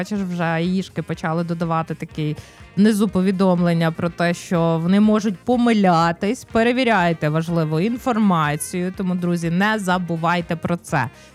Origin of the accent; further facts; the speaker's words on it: Kyiv, Ukraine; як кияни, знаєш, це, щоб не плакати, ми сміялись